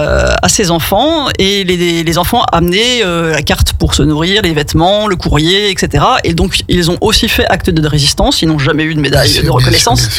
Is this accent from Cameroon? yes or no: no; Fontainebleau, Île-de-France, France; also born or lived in Paris; now in La Motte-Servolex, France; Je suis née à Paris, effectivement, mais très vite j'ai déménagé vers Fontainebleau avec ma famille et il se trouve que j'avais un beau château François 1er et une belle forêt à côté de moi.